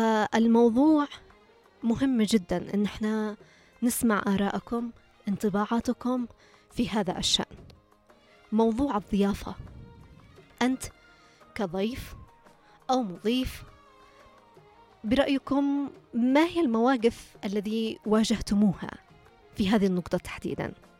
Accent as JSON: {"language": "Arabic", "country": "Yemen", "said": "نحن كشعب يمني"}